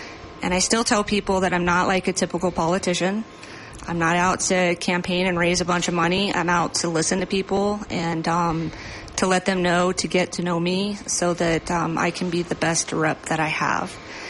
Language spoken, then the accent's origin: English; Idaho Springs, Colorado, United States; I grew up in Idaho Springs and raised my family in Idaho Springs as well with my husband.